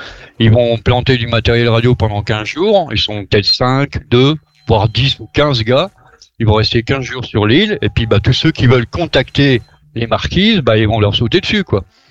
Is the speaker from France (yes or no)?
yes; France; Chez nous, en France